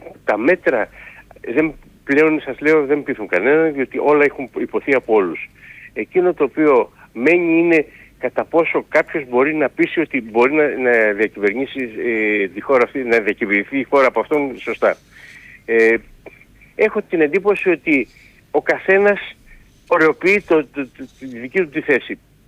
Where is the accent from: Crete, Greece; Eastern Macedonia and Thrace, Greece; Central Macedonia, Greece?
Eastern Macedonia and Thrace, Greece; Έτσι λένε και στην πατρίδα μου επάνω στον Εύρο.